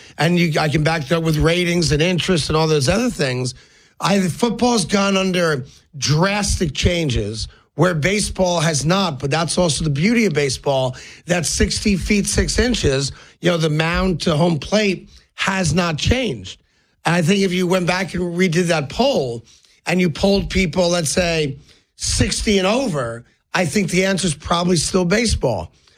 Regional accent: East Coast, United States; born or raised there

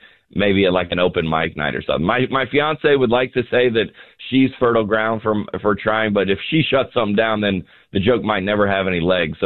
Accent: Atlanta, Georgia, United States; growing up in the Atlanta sports scene for 30 plus years.

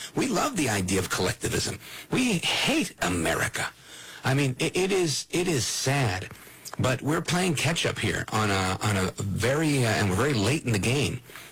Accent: Brooklyn, New York, United States; I guess I had been inoculated by this growing up in Brooklyn amongst the Jews

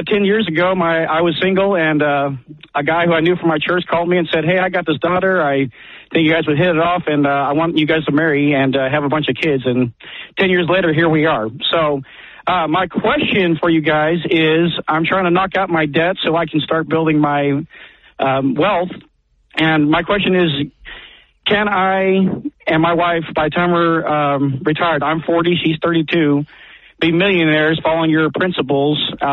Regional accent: St. Louis, Missouri, United States; I'm from St. Louis, man. Come on.

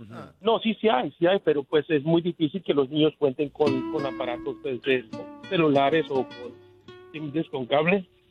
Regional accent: Guerrero, Mexico; Yo crecí en Guerrero, compa. Soy de Guerrero.

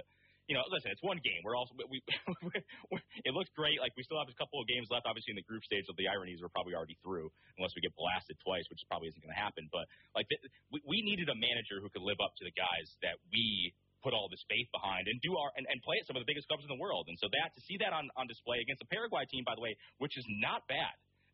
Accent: Connecticut, United States; And honestly, like I grew up in Connecticut, so I didn't really subscribe to the New York Boston thing.

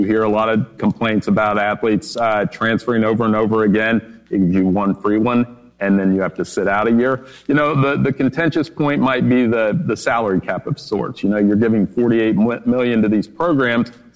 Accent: Ohio, United States; I grew up in Ohio and Big Ten country

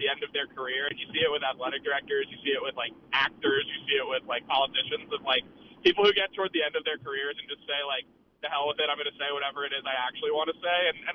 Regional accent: Washington, District of Columbia, United States; moved away; I grew up in Washington, D.C.

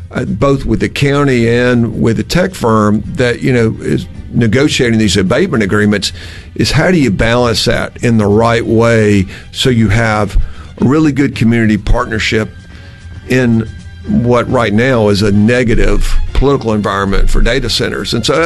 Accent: Mississippi, United States; I mean, look, I'm from Yazoo

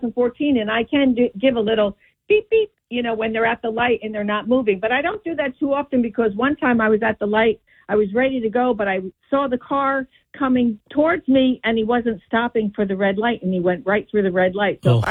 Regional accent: Lake Hiawatha, New Jersey, United States; now in Branchburg, United States; I've only lived in Branchburg 4 years, but I grew up in Lake Hiawatha.

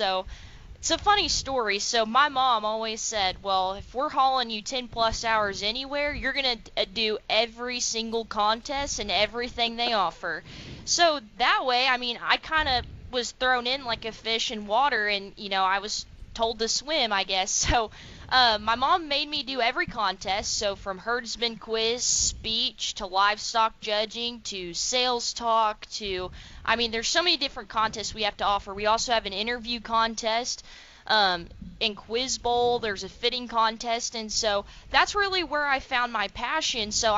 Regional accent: Hempstead, Texas, United States; I'm originally from Hempstead, Texas, so that's kind of towards the southeast region.

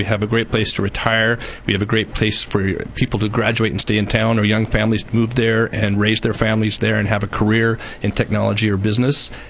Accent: Paso Robles, California, United States; This is just a chance for Paso to keep what we have that's awesome. It's my hometown

